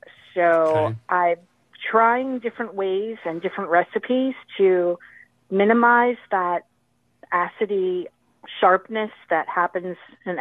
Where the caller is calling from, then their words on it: Southport, North Carolina, United States; I'm calling from Southport, North Carolina.